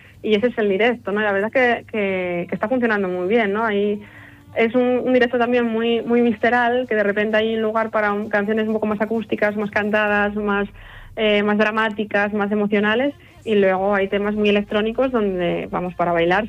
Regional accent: Asturias, Spain; yo soy asturiana de la cuenca minera, ¿no? Que es una tierra muy muy reivindicativa

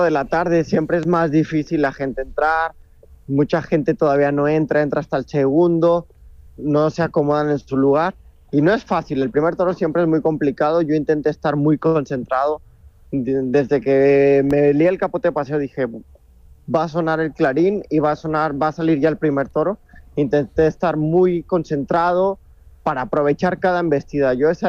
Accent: Aguascalientes, Mexico; Pues yo soy un chaval de Aguascalientes. Que de un barrio muy humilde que se llama La Mora

